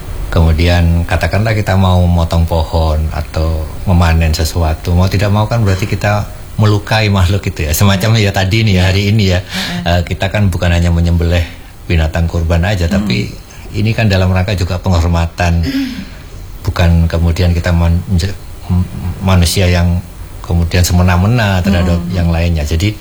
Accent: Indonesia; first language Javanese; Indonesian is a second language; Bahasa ibu saya Jawa

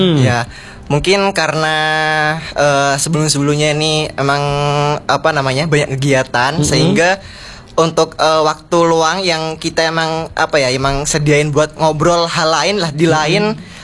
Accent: Banyuwangi, East Java, Indonesia; moved away as an adult; now in Jember, Indonesia; Kalau aku ini asalnya dari Banyuwangi, kebetulan saat ini sedang menempuh pendidikan bahasa dan sastra Indonesia di Fakultas Keguruan dan Ilmu Pendidikan Universitas Jember semester 4.

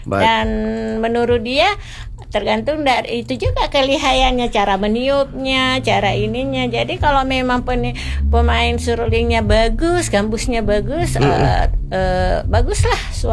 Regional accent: Makassar, South Sulawesi, Indonesia; now in Tanjung Pinang, Indonesia; Kalau waktu kecil-kecil dulu, waktu masih di Makassar kan

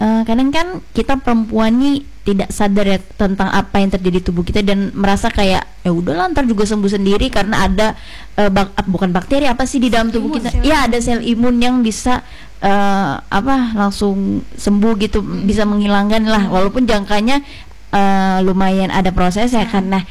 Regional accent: Jakarta, Indonesia; also born or lived in Medan; aku juga dari Medan. Tapi aku gak besar di Medan. Aku di Jakarta besarnya.

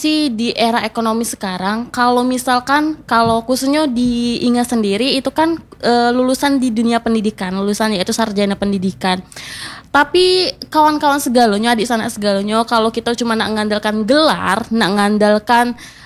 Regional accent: Air Napal district, Bengkulu, Indonesia; Untuk asli sih ingat orang Bengkulu Utara di Kerkap, tepatnya di Desa Talangkering, Kecamatan Air Napal.

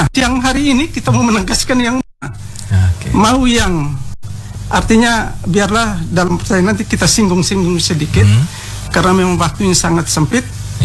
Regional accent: Wolotopo, East Nusa Tenggara, Indonesia; Macam kami di Wolotopo, misalnya saya suku Atarobo dan Sausue dan Sawatalaki.

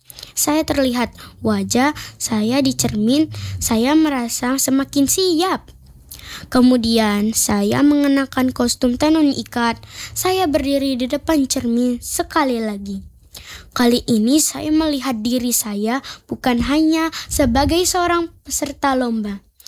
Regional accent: East Nusa Tenggara, Indonesia; born there; melalui fashion show ini saya belajar untuk mencintai dan membanggakan budaya tanah kelahiran saya, Nusa Tenggara Timur.

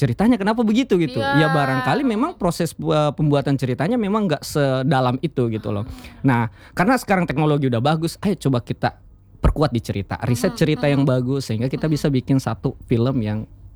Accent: Kendari, Southeast Sulawesi, Indonesia; kita orang Kendari

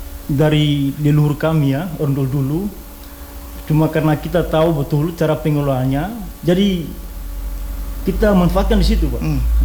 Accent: Indonesia

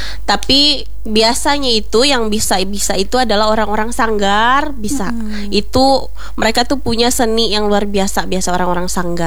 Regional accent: Central Kalimantan, Indonesia; saya sendiri dari Barito Timur, saya Dayak Mayan

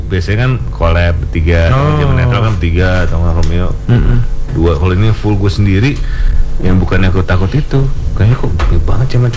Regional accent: Jakarta, Indonesia; born there; Gue sih emang orang Jawa, bapak ibu gue Jawa. Ibu Solo, bapak Jember. Cuma gue lahir di Jakarta, jadi Betawi, jadi Betokau ya.

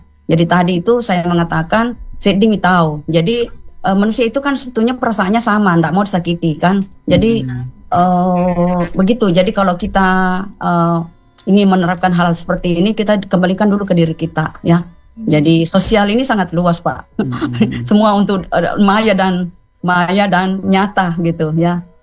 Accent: South Sulawesi, Indonesia; accent: Bugis; saya maaf pakai logat Bugis ya.

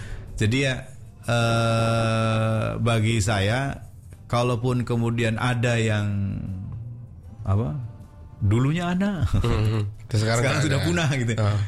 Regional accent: Cirebon, West Java, Indonesia; Contoh misalnya kita orang Cirebon, apakah anak-anak kita bisa berbahasa Cirebon?

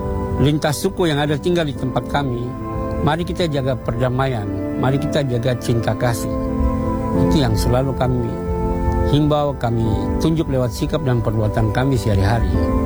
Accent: Merauke, South Papua, Indonesia; Saya adalah penduduk asli dari Merauke, dari suku Malin.

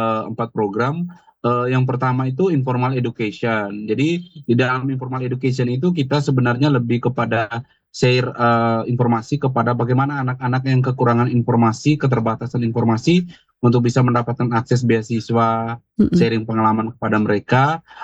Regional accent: Eastern Indonesia, Indonesia; kita orang Timur

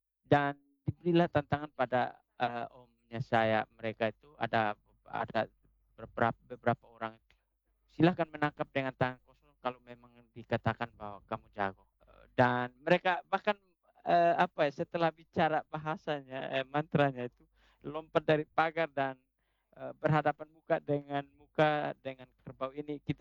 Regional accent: East Nusa Tenggara, Indonesia; istilah orang-orang kami orang Atun itu bilang klis.

